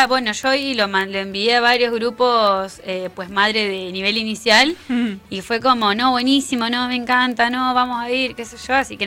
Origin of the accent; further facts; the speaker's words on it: Argentina; moved away; mi infancia en Perito